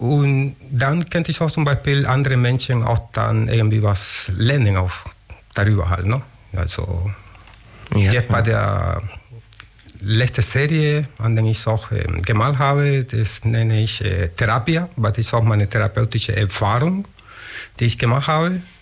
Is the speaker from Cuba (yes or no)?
yes; Havana, Cuba; German is a second language; moved away as an adult; now in Augsburg, Germany; Ich komme aus Havanna, Kuba. Lebe in Deutschland, in Augsburg, schon seit dann bald 23 Jahre lang